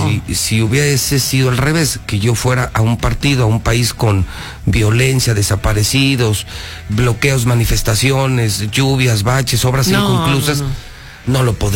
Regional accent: Mexico; nosotros también como mexicanos

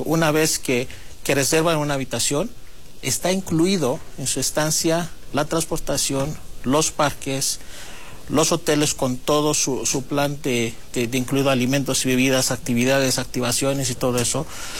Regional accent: Cyprus; now in Mexico; Soy originario de la isla de Chipre.

